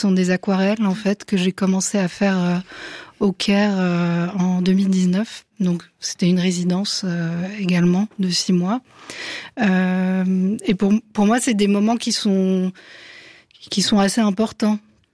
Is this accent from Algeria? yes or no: no; Switzerland; Donc moi j'étais l'année des Suisses.